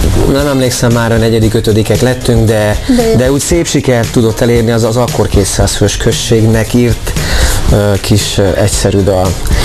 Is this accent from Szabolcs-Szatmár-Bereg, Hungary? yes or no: no; Kissziget, Zala, Hungary; also born or lived in Nova / Lovászi; egy Zala, most már Zala vármegyei kis községben, Kisszigeten nőttem fel, ott születtem, illetve Nován születtem, kisszigeti lakos lettem akkor és utána, és két évre elköltöztem Lovászi községbe, és utána visszajöttem